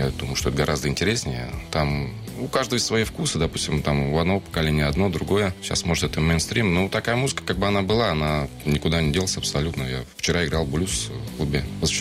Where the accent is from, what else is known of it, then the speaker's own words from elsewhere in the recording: Ryazan, Ryazan Oblast, Russia; now in Moscow, Russia; Хотя я сам родом из Рязани, да. Ну, живу уже лет 15 раз. Живу, уже работаю здесь, в Москве.